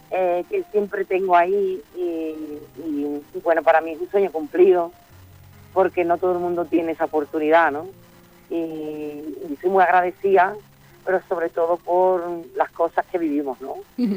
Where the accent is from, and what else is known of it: Sanlúcar de Barrameda, Andalusia, Spain